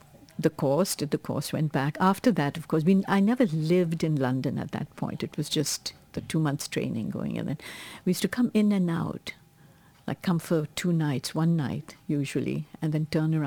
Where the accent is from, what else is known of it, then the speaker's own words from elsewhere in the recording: India; moved away as an adult; also born or lived in Singapore; now in New York, United States; When I grew up in India in the 50s, I was born in 45, so 50s, 60s